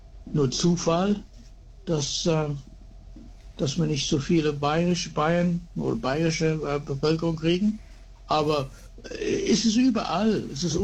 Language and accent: German; Adelaide, South Australia, Australia; moved away as an adult; Und Australien habe ich das besser gefunden, weil ich hier aufgewachsen bin.